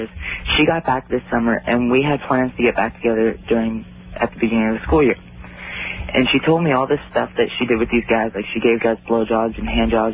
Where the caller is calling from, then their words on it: Lake Stevens, Washington, United States; I'm from Lake Stevens, Washington.